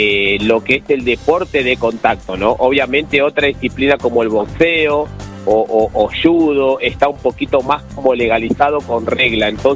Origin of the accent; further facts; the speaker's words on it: Neuquén, Argentina; Yo soy un competidor de Neuquén